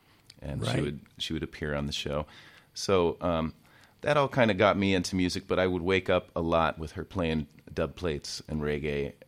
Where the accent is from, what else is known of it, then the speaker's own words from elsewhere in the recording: Washington, United States; But I grew up in Washington. I grew up going to, these gatherings in the mountains of Eastern Washington